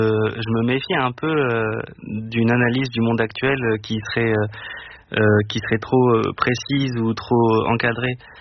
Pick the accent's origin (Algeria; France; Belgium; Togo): France; Nancy, Grand Est; J'ai grandi à Nancy.